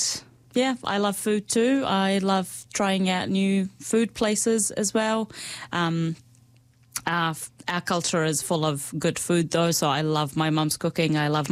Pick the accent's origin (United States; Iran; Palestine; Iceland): Palestine; Hebron, Hebron Governorate; moved away as an adult; now in New Zealand; Yes, well … I come from Hebron, Palestine. I have been in New Zealand for since 2008. I turned 31 yesterday.